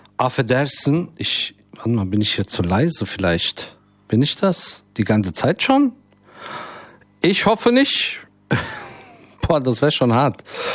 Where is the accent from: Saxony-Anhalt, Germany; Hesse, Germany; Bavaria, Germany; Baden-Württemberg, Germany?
Hesse, Germany; Frankfurt; Ich bin ja hier geboren, aufgewachsen. Ich bin vielleicht noch einer der wenigen original gebürtigen Frankfurter, tatsächlich, die noch hier leben, die sich's noch leisten können. Aber mein Glück ist, dass ich halt hier geboren bin